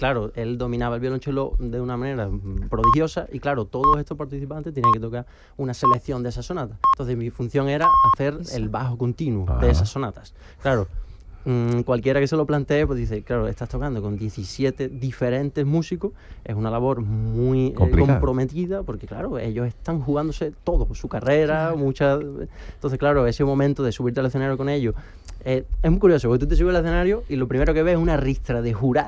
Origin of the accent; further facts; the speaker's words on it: San Roque, Andalusia, Spain; moved away; yo soy de San Roque. Y el pueblecito del Campo de Libertad.